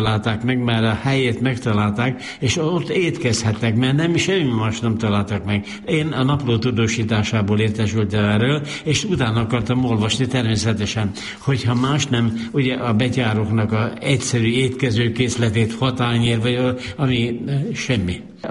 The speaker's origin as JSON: {"language": "Hungarian", "town": "Balatongyörök", "region": "Zala", "country": "Hungary", "tie": "born or raised there", "said": "de én gyerekkoromban Balatongyörökön nőttem fel"}